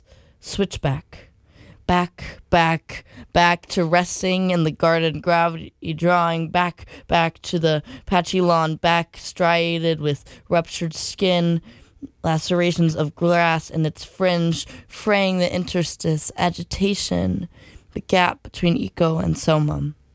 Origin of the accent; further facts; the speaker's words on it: Brunswick, Maine, United States; moved away; also born or lived in Nashville, Tennessee; my hometown in Brunswick, Maine.